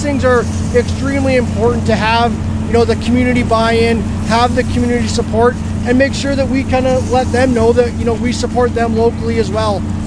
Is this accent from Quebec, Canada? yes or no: no; Saskatoon, Saskatchewan, Canada; we're from Saskatchewan and Saskatoon and we're from the area